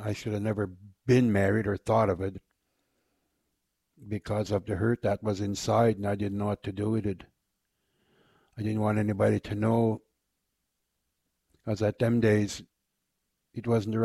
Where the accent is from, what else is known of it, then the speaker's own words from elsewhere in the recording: Fredericton, New Brunswick, Canada; I'm born and raised on the St. John River in the city of Fredericton, the province of New Brunswick, Canada, and I lived here all my life on a reservation.